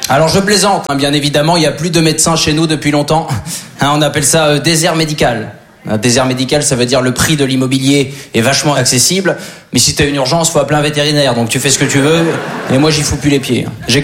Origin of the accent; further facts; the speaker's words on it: Normandy, France; Alors moi je suis originaire de Basse-Normandie.